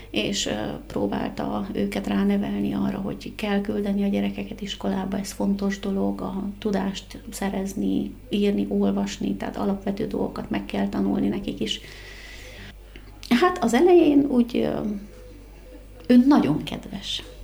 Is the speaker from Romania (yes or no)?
yes; Sălaj, Romania; moved away; abban a megyében, ahol én felnőttem, Szilágy megyében